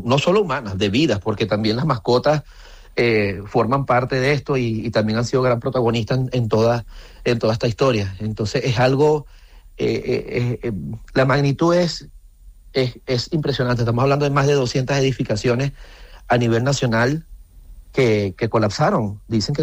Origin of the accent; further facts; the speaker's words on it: Venezuela; nosotros como venezolanos que somos